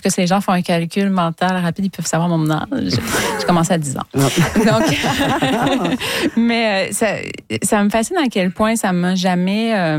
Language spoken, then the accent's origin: French; Trois-Rivières, Quebec, Canada; moved away; je viens de Trois-Rivières. J'ai habité longtemps à Trois-Rivières